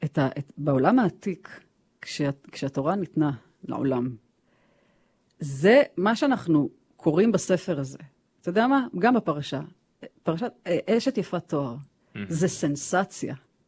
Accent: Jerusalem, Jerusalem District, Israel; אנחנו הרי לא ממעלה אדומים, אנחנו ירושלמים

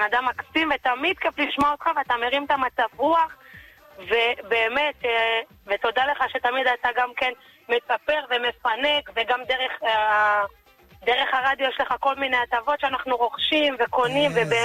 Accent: Beit Shemesh, Jerusalem District, Israel; מבית שמש. לא מזמן עברתי לעבוד בקבעות, בקבעות והצלה.

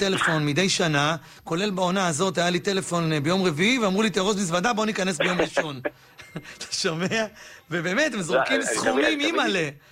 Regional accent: Bat Yam, Tel Aviv District, Israel; אני גדלתי בבת ים, בלי, בבית הכי מינימליסטי שיש.

